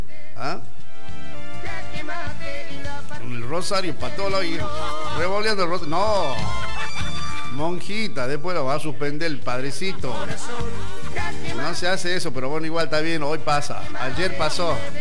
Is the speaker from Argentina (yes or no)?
yes; Argentina; Así estamos nosotros, así somos los argentinos.